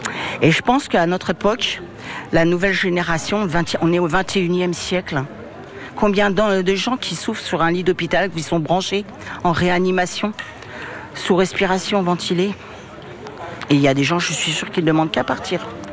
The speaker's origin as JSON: {"language": "French", "town": "Sartrouville", "region": "Île-de-France", "country": "France", "said": "je suis de Sartrouville."}